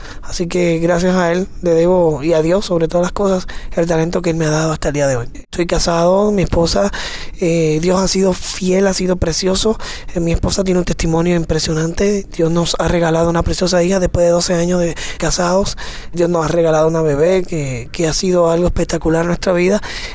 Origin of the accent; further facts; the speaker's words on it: Puerto Rico; Yo soy de Puerto Rico. Soy el único varón. Tengo 3 hermanas.